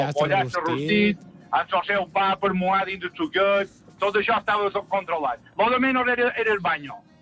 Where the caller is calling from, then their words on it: Ses Salines, Balearic Islands, Spain; de Ses Salines.